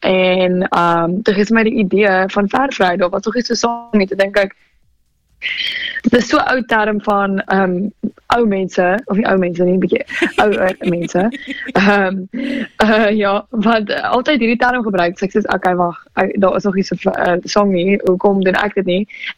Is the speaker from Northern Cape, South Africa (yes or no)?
no; Pretoria, Gauteng, South Africa; moved away as an adult; now in Cape Town, South Africa; Ek is in die Kaap, vars in die Kaap eintlik, nie meer so vars, ek kom eindelijk van Pretoria af, maar ja, ons het onlangs Kaap toe getrek